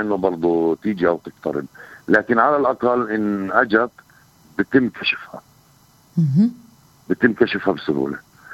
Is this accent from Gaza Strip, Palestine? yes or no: no; West Bank, Palestine; عنا احنا هان نحكي في الضفة الغربية